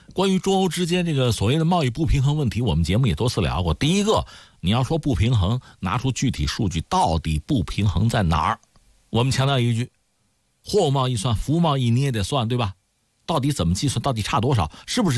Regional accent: China; 我们就先不说我们是中国人

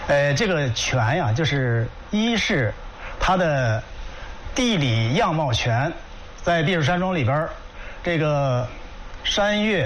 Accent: Chengde, Hebei, China; 我作为一个土生土长的承德人啊

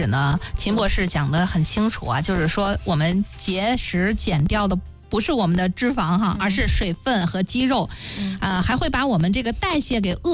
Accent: Hebei, China; 我们先从咱们北方人这个饮食习惯来说起吧、咱们河北人哈，相对来说大家平时馒头面条可能吃的会比较多一点哈

